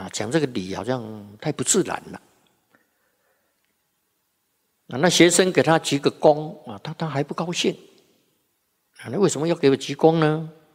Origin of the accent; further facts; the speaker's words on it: Taiwan; 我们台湾这些本地的人